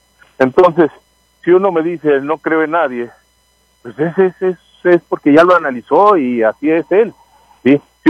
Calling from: Mexico; como mexicanos y yo creo que como latinos, traemos la religión por estirpe. Papá y mamá profesaban esta religión, obviamente me la transmitieron y ya la sigo profesando para mis hijos.

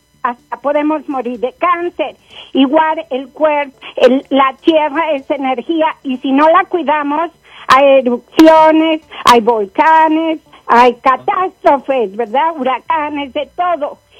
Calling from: Colorado, United States; llamo desde las montañas de Denver.

